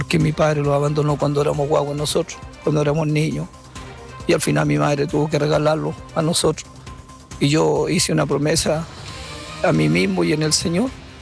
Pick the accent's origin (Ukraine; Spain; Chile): Chile; la gente de mi país, de mi pueblo